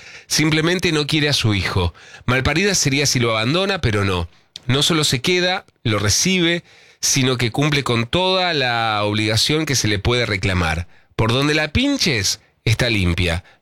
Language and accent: Spanish; Moreno, Buenos Aires Province, Argentina